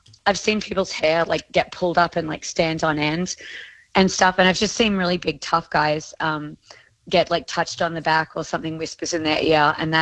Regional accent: Australia; accent: Australian; Well, you know, Rocky, I'm the voice of my accent, you know, as we've discussed, makes me kind of like, it's like a superpower. So I'm the voice of the Australia exhibit, like for the radio and TV ads at the zoo

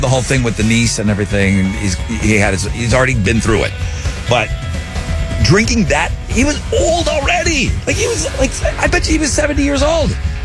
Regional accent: United States; I'm from America

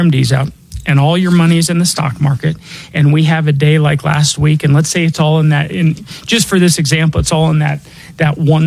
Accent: Denver, Colorado, United States; born or raised there

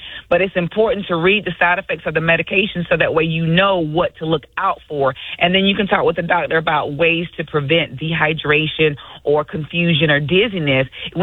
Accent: the South, United States; I'm from the South, so we say drop cords.

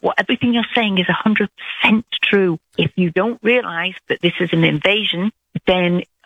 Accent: United Kingdom; I'm not. I'm British.

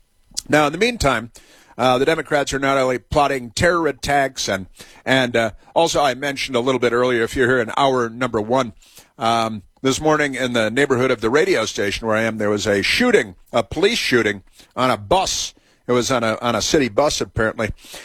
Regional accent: Washington, District of Columbia, United States; my hometown here, Washington, D.C. It's been my hometown for decades and decades.

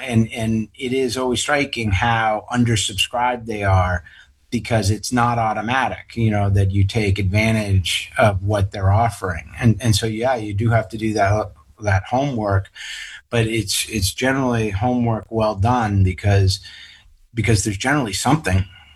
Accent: Wayland, Massachusetts, United States; And that was okay when I was growing up in Wayland

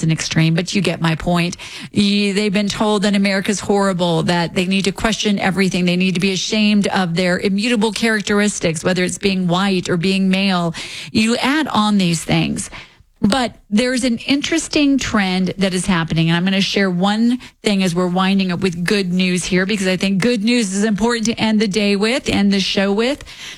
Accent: United States; as an American, as a mom

